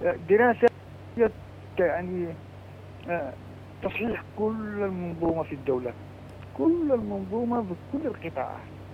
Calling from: Aden, Yemen; عندنا في عدن.

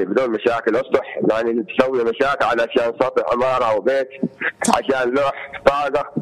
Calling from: Hadhramaut, Yemen; أنا من حضرموت الوادي

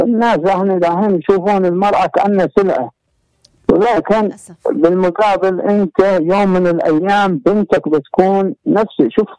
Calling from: Hadramaut, Yemen; من حضرموت.

